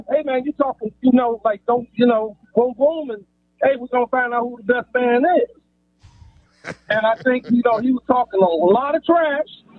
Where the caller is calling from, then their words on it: Miami, Florida, United States; Remember me … from Miami.